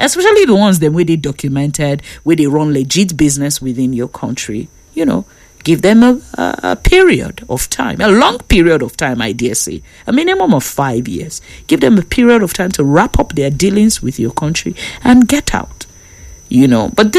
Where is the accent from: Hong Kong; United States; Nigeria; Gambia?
Nigeria